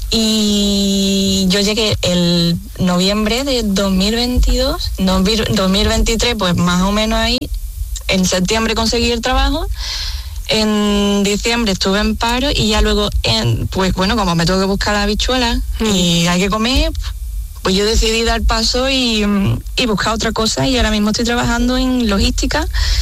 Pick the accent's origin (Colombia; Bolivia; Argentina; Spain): Spain; Seville, Andalusia; now in Belgium; Soy de Sevilla, capital.